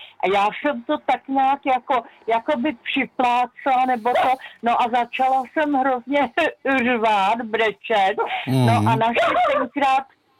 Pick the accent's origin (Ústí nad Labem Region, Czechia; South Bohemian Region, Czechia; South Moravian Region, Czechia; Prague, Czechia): Prague, Czechia; moved away; já jsem původem z Prahy